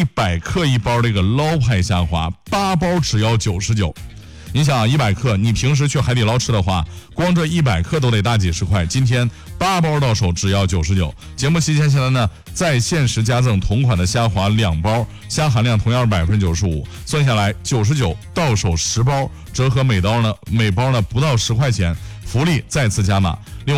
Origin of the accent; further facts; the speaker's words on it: China; 我们中国人